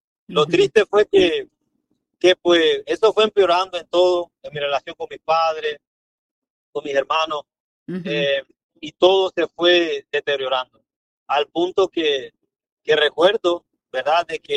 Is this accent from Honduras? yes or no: yes; Honduras; born there; moved away; nací en Honduras, ¿no? En Centroamérica.